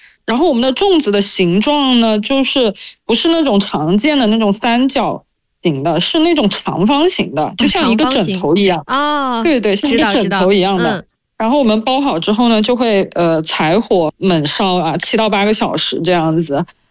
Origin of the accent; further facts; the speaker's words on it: Zhanjiang, Guangdong, China; 因为我是广东人嘛，我的家乡是广东湛江